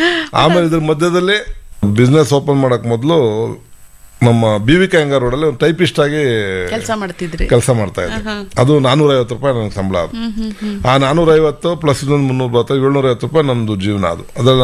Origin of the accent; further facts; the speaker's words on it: Bengaluru, Karnataka, India; born there; ನಮ್ಮ ಅಕ್ಕ ಬಾವ ನಮ್ಮನ್ನು ಕರ್ಕೊಂಬಂದು ಬೆಂಗಳೂರಲ್ಲಿ ಬೆಳೆಸಿದವರೇನೆ.